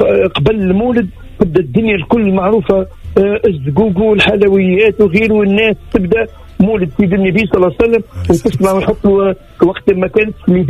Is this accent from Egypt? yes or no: no; Tunisia; وتعرف احنا عندنا في تونس الجوامع عندنا الكل كانوا يدفنوا الليل